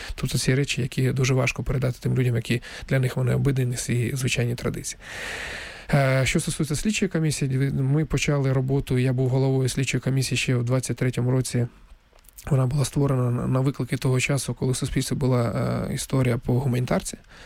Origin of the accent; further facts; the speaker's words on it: Donetsk, Donetsk Oblast, Ukraine; тому що дійсно я сам з Донецька і вперше відчув на себе і на своїй, як то скажуть, шкурі, і на власному досвіді.